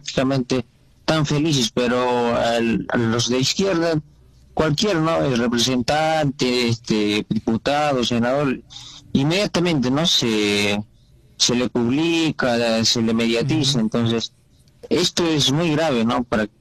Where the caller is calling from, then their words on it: Tacna, Peru; desde Tacna.